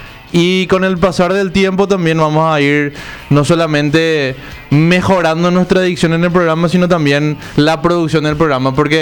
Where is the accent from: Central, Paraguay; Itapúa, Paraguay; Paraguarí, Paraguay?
Itapúa, Paraguay; Encarnación; moved away as an adult; now in Asunción, Paraguay; Yo soy de Encarnación, Sonia. Soy de la Perla del Paraguay, no de la Perla del Sur. Tengo 22 años